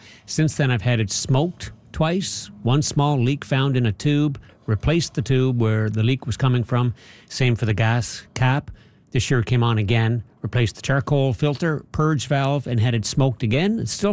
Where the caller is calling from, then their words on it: Granville Beach, Nova Scotia, Canada; Granville Beach in Nova Scotia.